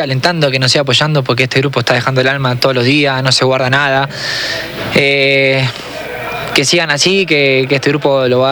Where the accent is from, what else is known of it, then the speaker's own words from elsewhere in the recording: Argentina; now in Ecuador; tanto acá como en mi país. En Argentina también es muy difícil todo lo que es entrada.